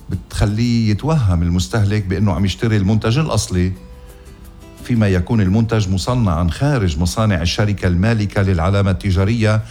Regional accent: Lebanon; جماعة الفرس بوطننا لبنان. شيء مؤسف جدا.

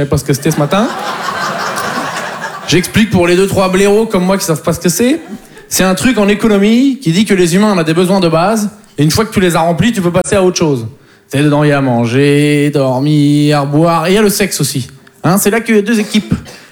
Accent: Poitiers, Nouvelle-Aquitaine, France; Mais moi, en plus, je viens de Poitiers, donc il faut s'occuper.

